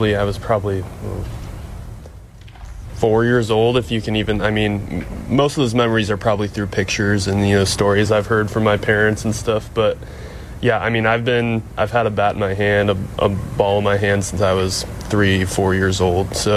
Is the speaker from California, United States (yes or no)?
no; Fort Riley, Kansas, United States; born there; Yeah, so I was born in Fort Riley, Kans